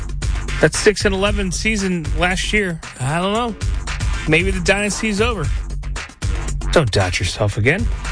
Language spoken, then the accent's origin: English; Chicago, Illinois, United States; moved away; deep down in my heart, I'm from Chicago.